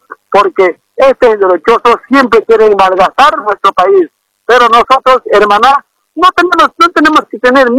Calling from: San Julián, Santa Cruz, Bolivia; Yo soy de San Julián, hermana.

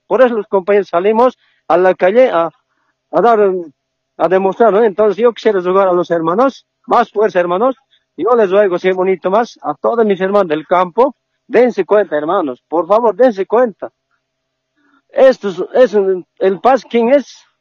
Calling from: Bolivia; Nosotros estamos en nuestro derecho en Bolivia, nosotros bolivianos, legítimos, bolivianos, nativos, originales, somos nosotros como bolivianos.

